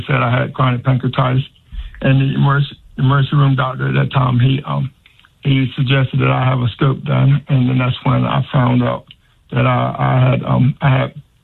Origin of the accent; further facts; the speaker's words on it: United States; I was born here. I was born here in America, so I'm just a Black American.